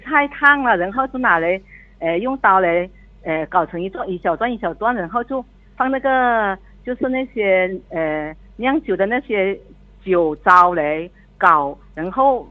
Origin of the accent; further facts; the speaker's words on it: Lingshui, Hainan, China; 我们陵水人最爱吃，每天都吃的不腻的。